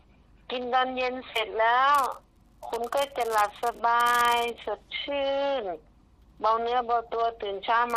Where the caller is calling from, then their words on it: Northern Thailand, Thailand; หนูเป็นคนเหนือเนาะหนูชอบกินข้าวเหนียว